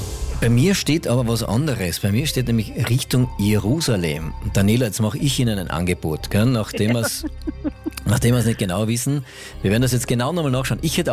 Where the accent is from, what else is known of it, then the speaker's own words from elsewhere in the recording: Carinthia, Austria; Wir sind ja Kärntner, gell?